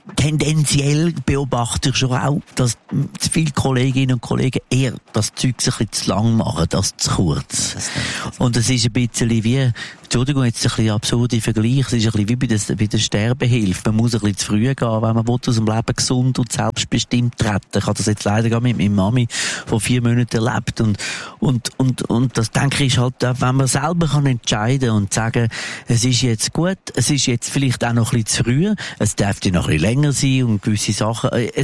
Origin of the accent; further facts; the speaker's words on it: Zürich, Zurich, Switzerland; accent: Zürich; Meine Wurzeln sind, man gehört es an meiner Schnur an, in der Stadt Zürich. Ursprünglich bin ich Glarner, aber ich bin sehr, sehr lang da.